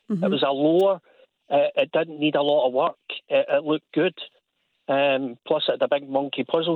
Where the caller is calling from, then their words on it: Glasgow, Scotland, United Kingdom; I'm in Ibrox, but I come from Hillington.